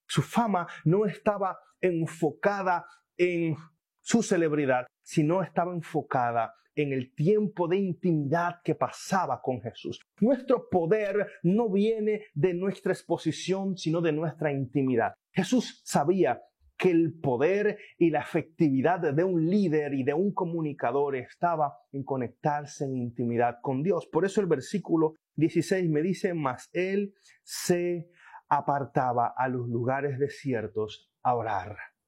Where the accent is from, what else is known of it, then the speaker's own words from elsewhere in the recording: Dominican Republic; moved away; Allí en la República Dominicana, de donde soy oriundo